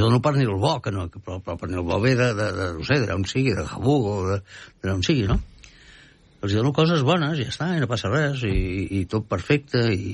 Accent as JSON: {"language": "Catalan", "region": "Catalonia", "country": "Spain", "said": "Jo soc molt català"}